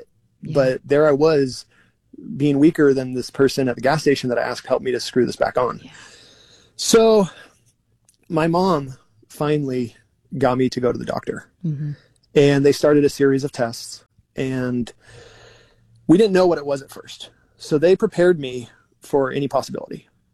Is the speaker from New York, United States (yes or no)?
no; Orange County, California, United States; born there; moved away as an adult; also born or lived in San Luis Obispo; I had grown up in a congregation that I loved, but I moved away from there. Mm. And I moved up from Orange County to San Luis Obispo